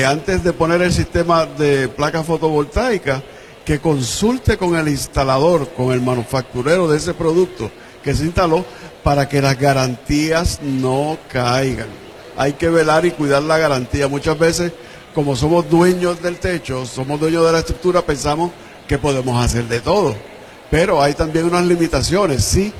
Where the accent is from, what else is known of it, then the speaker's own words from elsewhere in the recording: Puerto Rico; estamos fabricando aquí en Puerto Rico, somos puertorriqueños.